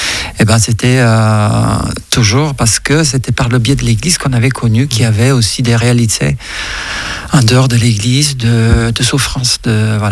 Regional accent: Sicily, Italy; Oui, c'est la Sicile. Je viens de Sicile.

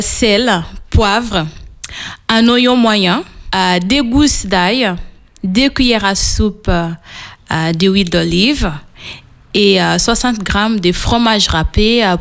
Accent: Portugal; French is a second language; also born or lived in São Tomé and Príncipe; now in France; non, je ne viens pas du Portugal, je viens de São Tomé et Príncipe. C'est mon pays d'origine.

